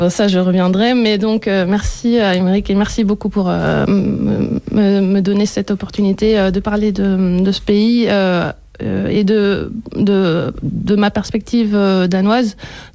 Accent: Brussels, Brussels-Capital Region, Belgium; born there; je n'ai qu'un passeport danois, donc je n'ai pas une double nationalité officiellement. Mais je suis née à Bruxelles.

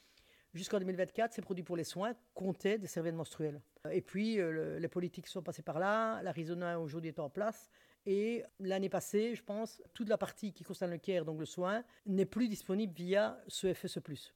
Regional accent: Brussels, Belgium

